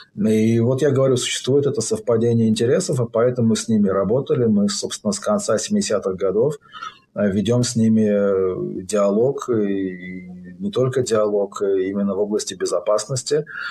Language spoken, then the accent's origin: Russian; Israel